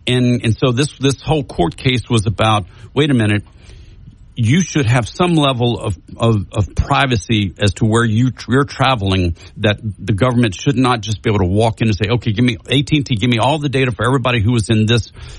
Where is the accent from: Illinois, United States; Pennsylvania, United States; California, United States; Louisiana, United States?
Louisiana, United States; they're building the boats in Franklin, Louisiana, just 20 minutes away from where I grew up.